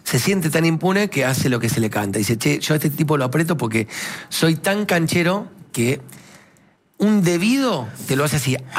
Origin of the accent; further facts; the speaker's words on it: Argentina; now in Buenos Aires, Argentina; el resto somos todos de provincia que derivamos en Capital